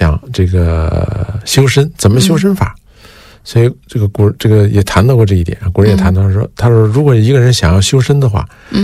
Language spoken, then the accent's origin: Chinese; China